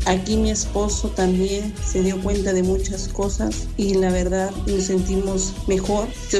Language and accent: Spanish; Ixhuatlán del Café, Veracruz, Mexico; vengo de Ixhuatlán del Café. Tengo 42 años